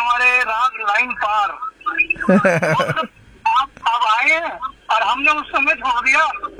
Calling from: Moradabad, Uttar Pradesh, India; आज की डेट में सबसे बेस्ट प्लेस लगता है मेरा नया मकान, नया मुरादाबाद

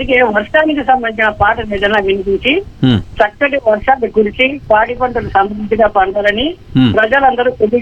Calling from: Kadapa, Andhra Pradesh, India; నేను కడప నుంచి మాట్లాడుతున్నానండి.

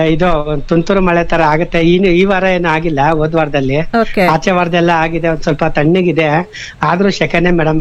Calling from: Bengaluru, Karnataka, India; ಬೆಂಗಳೂರಿನಿಂದ

